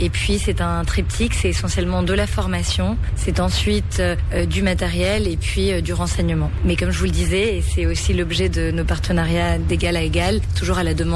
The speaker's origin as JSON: {"language": "French", "town": "Santo Domingo", "country": "Dominican Republic", "tie": "born or raised there", "moved": "yes", "said": "je suis franco-caribéenne. J'ai grandi à Saint-Domingue."}